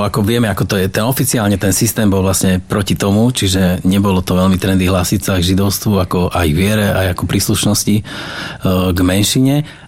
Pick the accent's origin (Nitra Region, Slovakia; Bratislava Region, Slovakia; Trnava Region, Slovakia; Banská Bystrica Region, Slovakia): Trnava Region, Slovakia; Galanta; Ja napríklad som z Galanty